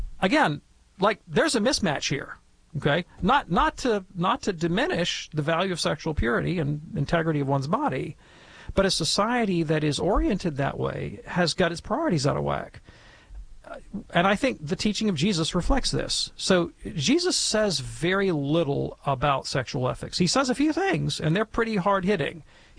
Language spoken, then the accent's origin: English; Alabama, United States; I think about where I'm from, which is Alabama. I'm from the South